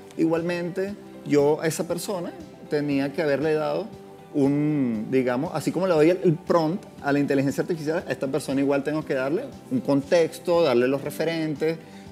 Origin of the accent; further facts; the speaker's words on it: Maracay, Aragua, Venezuela; also born or lived in Caracas; yo nací en Caracas y me crié en Maracay